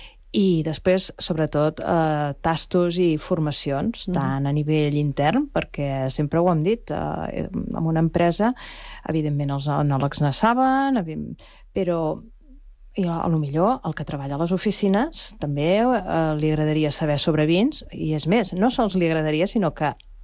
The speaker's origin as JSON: {"language": "Catalan", "town": "Valls", "region": "Catalonia", "country": "Spain", "said": "jo soc de Valls"}